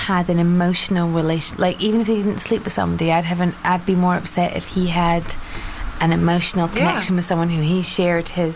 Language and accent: English; Edinburgh, Scotland, United Kingdom; I'm from Edinburgh, and I speak French. I did French at university, I speak French.